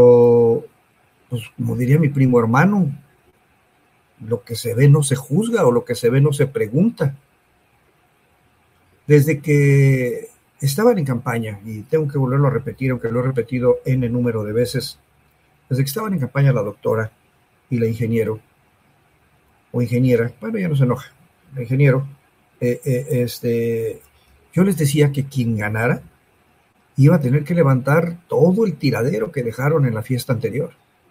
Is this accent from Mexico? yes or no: yes; Mexico; como mexicanos, pues nos pega